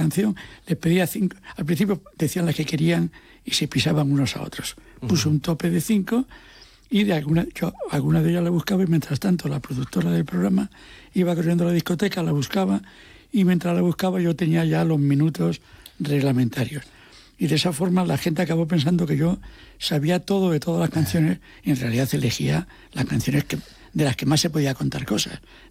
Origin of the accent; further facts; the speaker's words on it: Asturias, Spain; Como yo soy asturiano